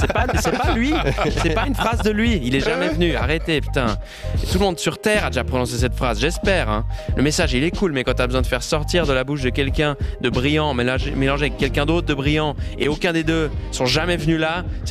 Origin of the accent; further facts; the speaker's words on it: Nyon, Vaud, Switzerland; Moi, je viens de Nyon